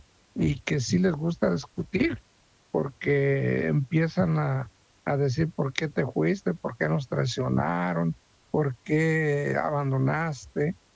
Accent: Mexico; moved away; nosotros que somos de México

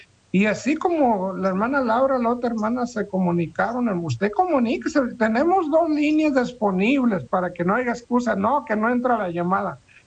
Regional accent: Mexico; yo soy mexicano

